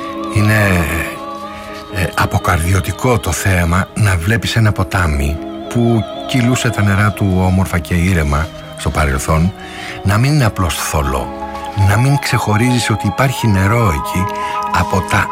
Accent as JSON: {"language": "Greek", "country": "Greece", "moved": "yes", "said": "Εγώ θυμάμαι εκεί στα μέρη μου τον Αχελό"}